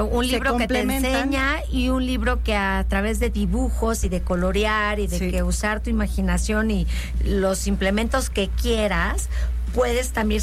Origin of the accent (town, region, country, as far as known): Mexico